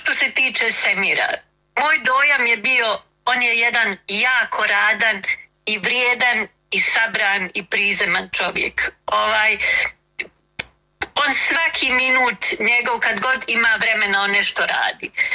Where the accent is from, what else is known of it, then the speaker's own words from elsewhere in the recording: Slovenia; moved away as an adult; now in Australia; je prije svega Bosanka koja je rođena i odrasla u Sloveniji. Moji roditelji su trbuhom za kruhom otišli 60-ih godina iz Bosne, otac iz Prijedora, majka iz Bijeljine. Otišli su za Sloveniju